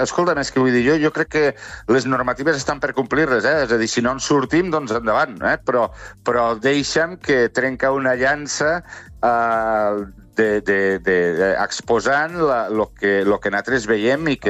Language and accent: Catalan; Terrassa, Catalonia, Spain; Jo vaig néixer, de fet, jo sóc de Terrassa, vaig néixer a Terrassa.